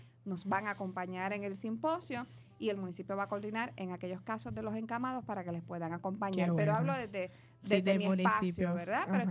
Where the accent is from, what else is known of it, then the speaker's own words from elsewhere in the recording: Toa Baja, Puerto Rico; Yo soy del municipio de Toa Baja.